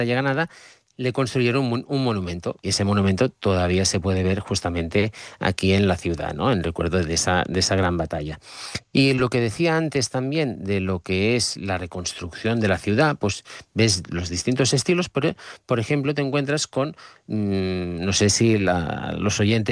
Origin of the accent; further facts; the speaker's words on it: Catalonia, Spain; a mí como catalán pues me hizo ilusión